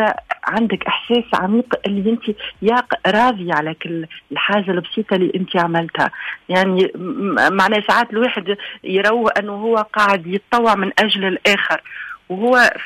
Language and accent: Arabic; Tunisia; أنا تونسية بنت الأرض ذي